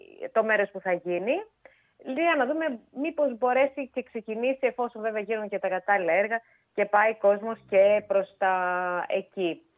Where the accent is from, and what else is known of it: Fanari, Eastern Macedonia and Thrace, Greece